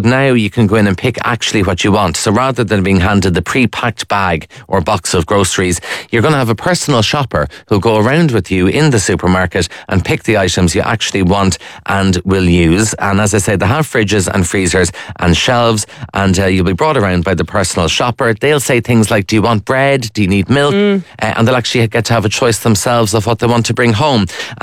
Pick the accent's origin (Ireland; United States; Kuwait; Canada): Ireland; Leinster; Can you believe I'm from Kildare and I've never been to the horse show?